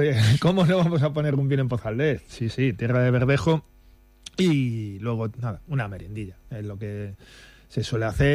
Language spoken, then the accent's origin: Spanish; Galicia, Spain; vamos, yo soy gallego, entonces allí estamos acostumbrados al verde.